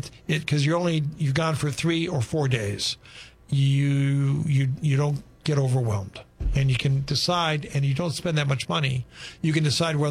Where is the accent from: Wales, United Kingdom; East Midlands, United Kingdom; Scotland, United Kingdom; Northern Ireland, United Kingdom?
Scotland, United Kingdom; and I'm Scottish